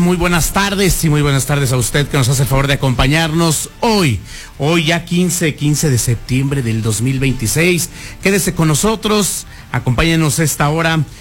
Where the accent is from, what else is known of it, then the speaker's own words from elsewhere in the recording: Mexico; todo compatriota de aquí de mexicano, como buen mexicano